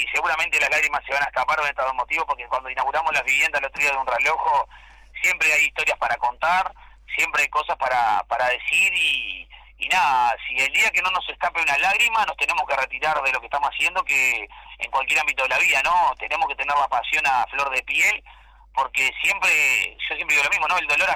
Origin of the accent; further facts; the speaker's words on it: Ciudad del Plata, San José, Uruguay; mañana yo soy vecino de Ciudad del Plata, y no dejo de ser vecino de Ciudad del Plata.